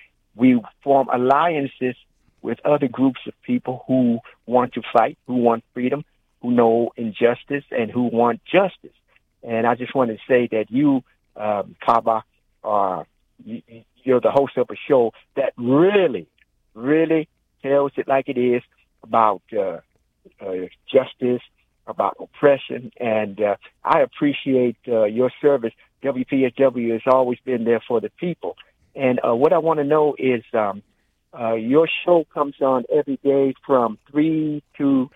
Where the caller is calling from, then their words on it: Washington, District of Columbia, United States; I'm calling from Washington, D.C.